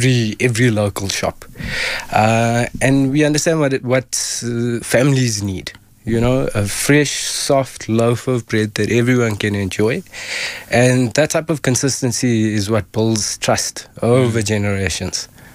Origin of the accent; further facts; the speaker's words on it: Benoni, Gauteng, South Africa; I'm a born and bred Benoni boy.